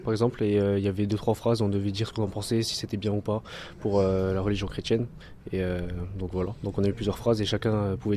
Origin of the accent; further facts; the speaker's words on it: Bousbach, Grand Est, France; moi par contre je viens de Bousbach, voilà aussi une ville à côté de Forbach.